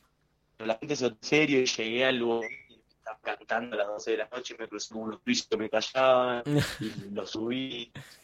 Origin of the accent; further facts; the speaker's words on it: Argentina; moved away as an adult; now in Switzerland; es un orgullo lo que uno siente de ser argentino.